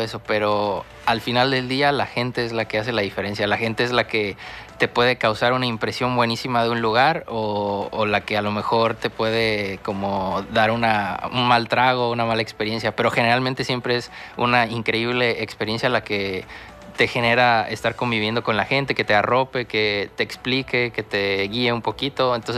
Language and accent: Spanish; Tabasco, Mexico; ya extrañaba las subidas porque vengo de Tabasco y es plano todo